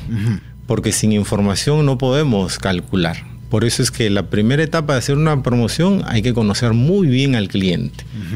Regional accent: Talara, Piura, Peru; Mi tierra. Soy nacido en Talara, Piura.

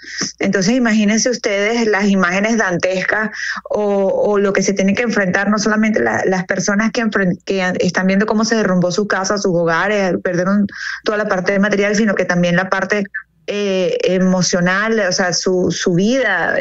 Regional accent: Venezuela; nosotros como no solamente periodistas, sino como venezolanos

